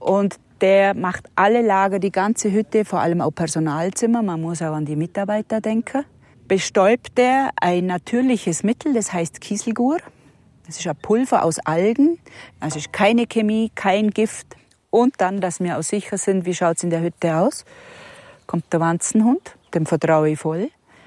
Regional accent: Bavaria, Germany; Wo ich angefangen habe, 2023, war das Thema bei uns im Allgäu kaum.

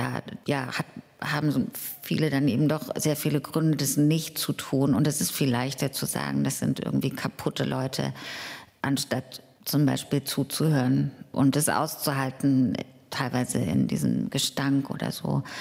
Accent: East Germany, Germany; Also ich bin in einem Land, in der DDR aufgewachsen, die hatte nicht nur Vorteile, aber beispielsweise gab es keine Obdachlosigkeit.

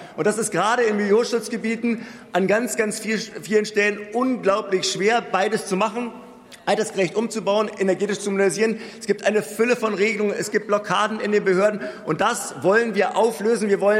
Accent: Berlin, Germany; born or raised there

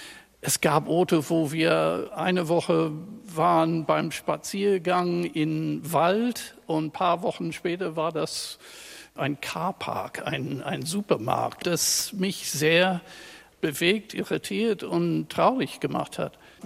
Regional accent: Brisbane, Queensland, Australia; wohnte dann nicht in einer Großstadt, sondern ein bisschen nördlich von meiner Heimatstadt Brisbane an der Küste.

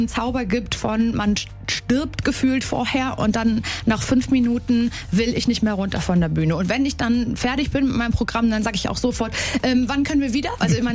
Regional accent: Parchim, Mecklenburg-Vorpommern, Germany; Ich komme ja aus Parchim, Grüße.

